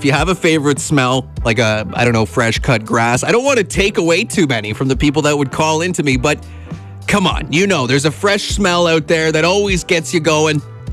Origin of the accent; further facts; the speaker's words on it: Ontario, Canada; growing up in Northern Ontario